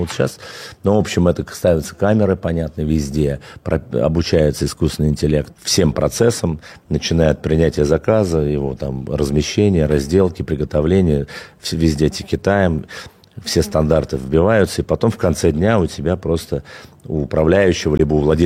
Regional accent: Khimki, Moscow Oblast, Russia; ну я родился в Химках, это Подмосковье, на Левом берегу, в частности, да, это такой подмосковный район, ну, прям сразу за кольцевой дорогой

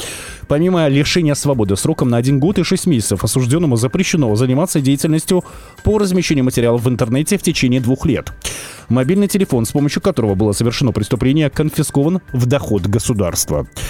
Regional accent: Dagestan, Russia; я сейчас хочу обратиться к своим землякам-дагестанцам

